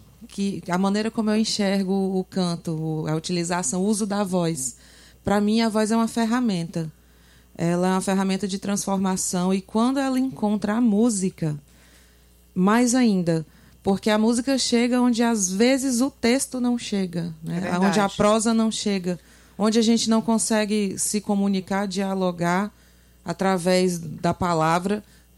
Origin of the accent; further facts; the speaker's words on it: Bahia, Brazil; Sou baiana. Sou baiana do extremo sul. Ali pertinho já do sudeste, né?